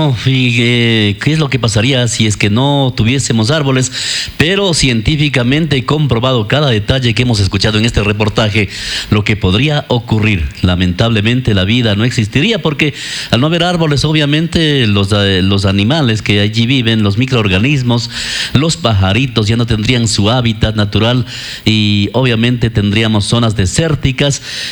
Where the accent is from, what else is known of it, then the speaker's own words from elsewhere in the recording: Ecuador; así somos los ecuatorianos